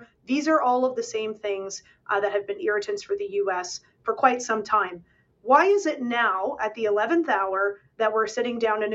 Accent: Canada; as a Canadian

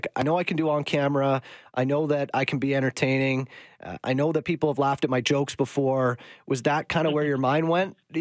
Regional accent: Calgary, Alberta, Canada; I grew up in Calgary, and obviously still in Calgary.

